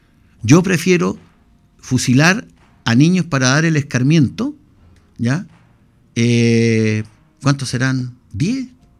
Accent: Chile

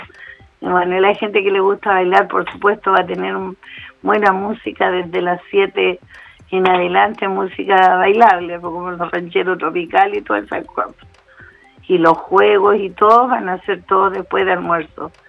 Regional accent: Los Lagos, Chile; somos la gente de Río Blanco

